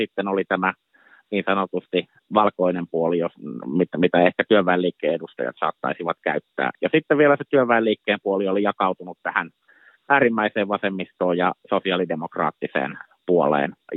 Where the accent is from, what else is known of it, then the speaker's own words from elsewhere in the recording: Tavastia, Finland; moved away; meikäläisenkin lapsuudessani esimerkiksi, kun tuolla Hämeessä asuin